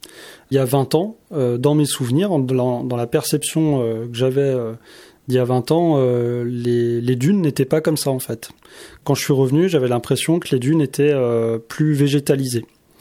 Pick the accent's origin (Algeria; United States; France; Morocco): France; Grand Est; moved away; ma mère est bretonne, mais j'ai grandi en Alsace.